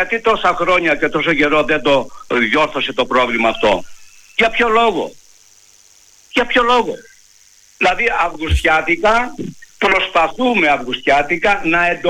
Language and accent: Greek; Vartholomio, Western Greece, Greece; born there; Λοιπόν, εγώ γεννήθηκα στο Βαρθολομιό, δραστηριοποιούμε στο Βαρθολομιό, το επάγγελμά μου στο Βαρθολομιό.